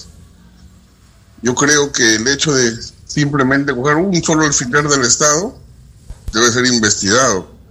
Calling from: Motupe, Lambayeque, Peru; agradecer por permitirme dirigir unas palabras a mi pueblo.

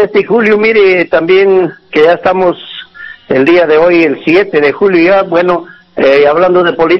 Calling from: Peru; Pues de acá de La Pona, como siempre, pues, te estamos llamando

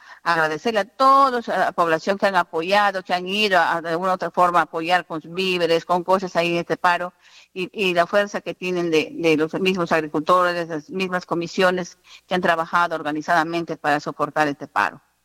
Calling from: Tonchima, San Martín, Peru; acá en Tonchima

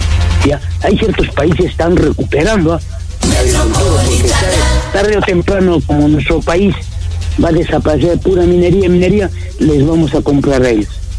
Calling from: Arequipa, Peru

